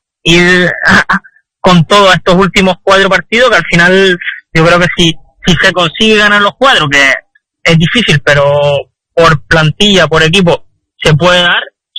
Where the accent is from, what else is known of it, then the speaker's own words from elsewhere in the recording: Canary Islands, Spain; moved away as an adult; also born or lived in India; now in Indonesia; nosotros somos canarios y a mudarte a la península ya es lejos para nosotros, pero es verdad que aquí estoy en la otra punta del mundo, vamos.